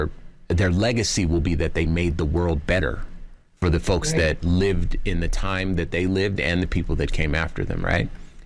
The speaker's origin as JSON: {"language": "English", "town": "Compton", "region": "California", "country": "United States", "said": "I've lived a life that I, you know, I'm from Compton."}